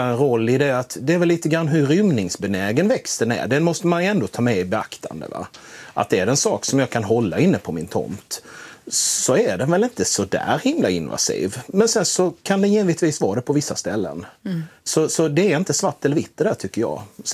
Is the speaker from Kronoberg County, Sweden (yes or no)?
no; Blekinge, Sweden; Jag är lantbrukarson från Blekinge.